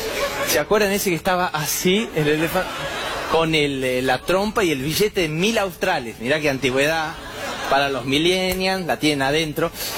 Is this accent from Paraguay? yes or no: no; Famaillá, Tucumán, Argentina; moved away; en mi pueblo, allá en Famaillá, Tucumán, Argentina, yo soy del interior, del interior, del interior. Soy el inferior del país, me siento